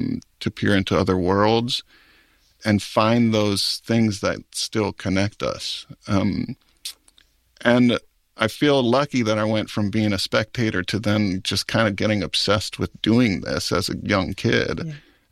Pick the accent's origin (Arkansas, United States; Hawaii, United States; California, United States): Hawaii, United States; Maui; born or raised there